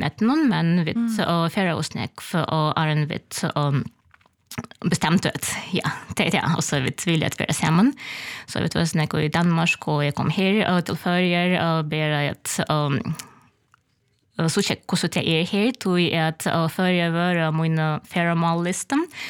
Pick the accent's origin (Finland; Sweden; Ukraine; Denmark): Ukraine; now in Klaksvík, Faroe Islands; och jag kommer från Ukraina. Jag flyttade förr söndag morgon åtta år sedan.